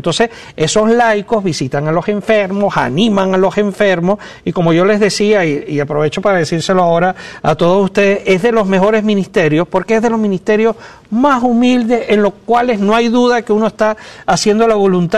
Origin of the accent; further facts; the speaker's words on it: Venezuela; born there; en algunos sitios, por ejemplo, el país donde yo nací, en Venezuela